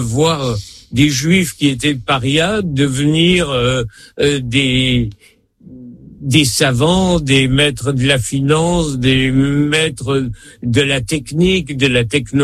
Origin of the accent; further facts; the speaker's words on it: France; Je suis français, parce que j'étais enfant en France, j'ai été élevé en France et la culture française est ma culture. Et je ne sais pas l'hébreu, je ne sais pas l'yiddish et je n'ai pas une culture religieuse.